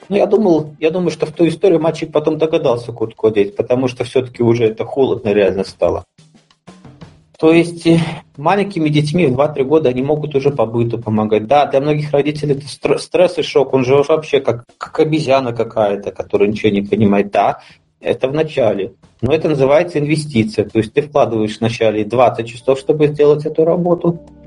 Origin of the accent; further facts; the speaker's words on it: Belarus; Я из Беларуси, Александр Григорьевич Лукашенко, тоже видно, что бегает, аки конь пашет.